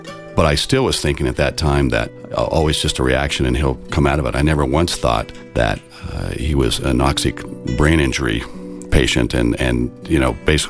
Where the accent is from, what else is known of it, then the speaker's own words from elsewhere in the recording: Portland, Oregon, United States; moved away; I grew up in the Northwest in the Portland, Oregon area